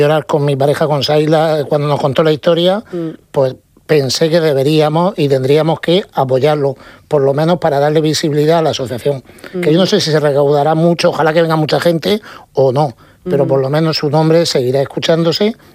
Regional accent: Murcia, Region of Murcia, Spain; el barrio de San Antón, que yo soy de San Antón, y toda la región de Murcia.

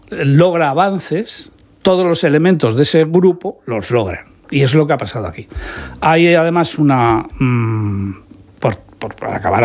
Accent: Burgos, Castile and León, Spain; moved away as an adult; also born or lived in Madrid; now in Murcia, Spain; Yo he vivido más en Murcia que en mi tierra.

